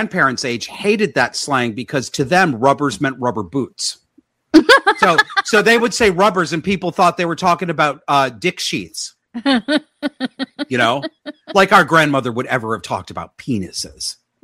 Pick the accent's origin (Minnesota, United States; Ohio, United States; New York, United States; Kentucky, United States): New York, United States; accent: upstate New York twang; I deliberately changed my accent and got rid of the upstate New York twang. Sometimes it comes out a little bit, but this used to be normal.